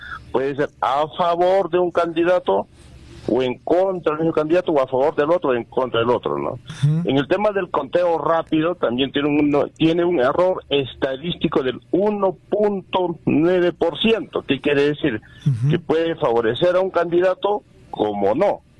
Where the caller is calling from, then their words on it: Juliaca, Puno, Peru; desde Juliaca.